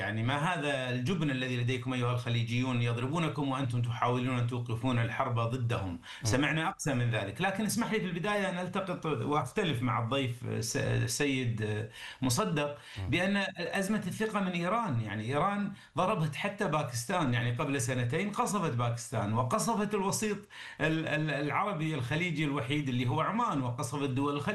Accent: Kuwait; عندنا بالكويت

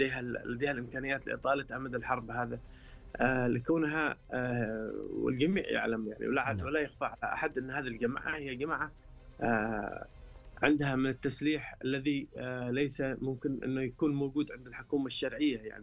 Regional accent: Yemen; now in Riyadh, Saudi Arabia; كشعب واحد كشعب مثلا يمنيين،

